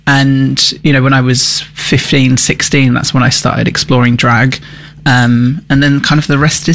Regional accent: East of England, United Kingdom; So I grew up in Norfolk in England, in a small country town.

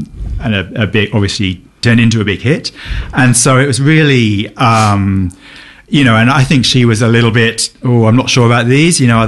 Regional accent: United Kingdom; moved away as an adult; now in Australia; I was from the UK, came out to Australia about 25 years ago.

